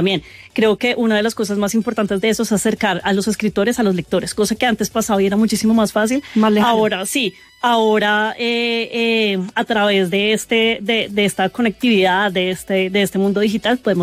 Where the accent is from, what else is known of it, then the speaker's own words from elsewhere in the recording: Bogotá, Colombia; Un beso de Dick, de un autor bogotano, es un libro maravilloso que también siento que todos como rolos nos lo tenemos que leer.